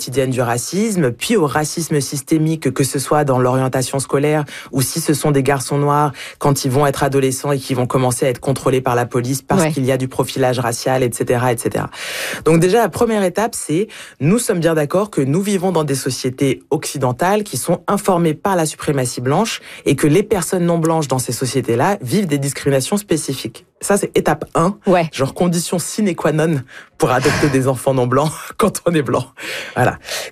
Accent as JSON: {"language": "French", "country": "France", "tie": "born there", "said": "moi je suis née sous X en France"}